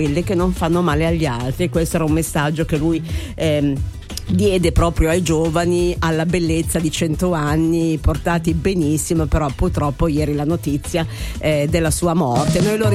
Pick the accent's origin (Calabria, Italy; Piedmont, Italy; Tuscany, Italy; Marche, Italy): Piedmont, Italy; Giusto per rimanere in tema Piemonte, piemontese, il nostro dialetto